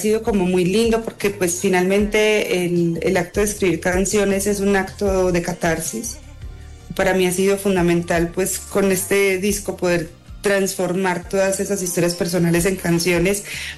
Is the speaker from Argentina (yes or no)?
no; Colombia; moved away; also born or lived in United States / Mexico; Luego yo me fui de Colombia, entonces también por eso muchas personas pasa, uno piensa que la gente no se va a olvidar de uno, pero yo creo que sí.